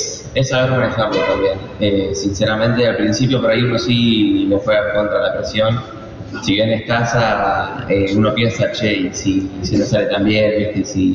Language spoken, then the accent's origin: Spanish; Rosario, Santa Fe, Argentina; Yo soy rosarino, local, y nunca tuve la posibilidad de competir en mi ciudad, muy pocas veces en mi país.